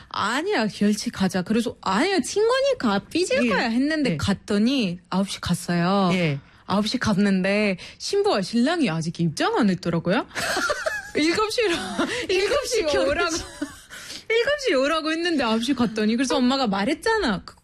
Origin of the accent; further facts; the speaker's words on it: Egypt; first language Arabic; Korean is a second language; now in South Korea; 우리 이집트라는 유전자 따로 있어요.